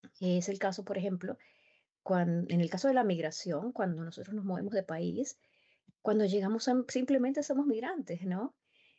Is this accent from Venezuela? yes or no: yes; Venezuela; now in Australia; hoy más que nunca me siento 100% venezolana, que de ahí es donde es mi familia, pero también me siento 100% australiana